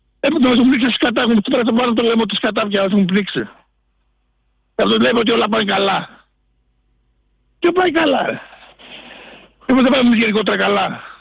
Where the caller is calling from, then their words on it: Volos, Thessaly, Greece; από το Βόλο